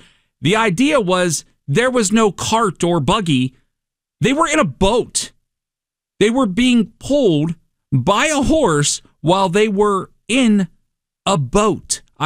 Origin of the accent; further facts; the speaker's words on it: Pennsylvania, United States; now in Ohio, United States; And now I am not originally from Ohio, but just neighboring Pennsylvania, where we have weird things too that you wouldn't expect to see.